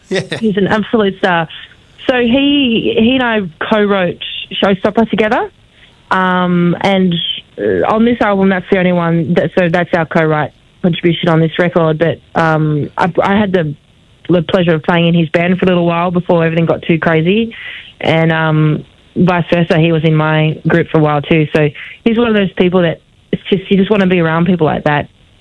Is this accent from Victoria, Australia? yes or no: yes; Geelong, Victoria, Australia; born there; most people think that I grew up in Geelong, which is not quite true